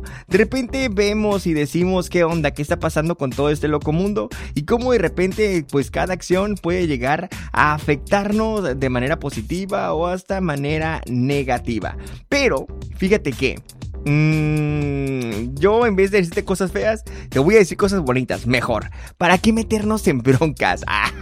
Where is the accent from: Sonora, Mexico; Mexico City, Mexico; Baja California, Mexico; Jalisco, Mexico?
Sonora, Mexico; voy a fallar como sonorense